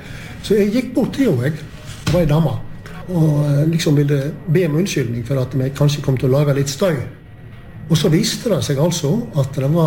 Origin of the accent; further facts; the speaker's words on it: Gaupne, Vestland, Norway; jeg kommer jo ifra Gaupne.